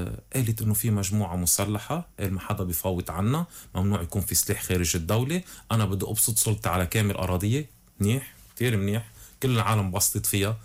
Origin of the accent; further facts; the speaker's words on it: Lebanon; نحن كدولة لبنانية